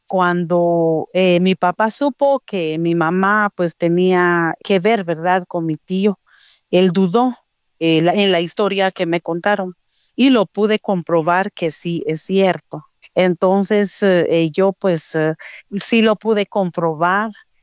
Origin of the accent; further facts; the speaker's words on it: Guatemala; soy de Guatemala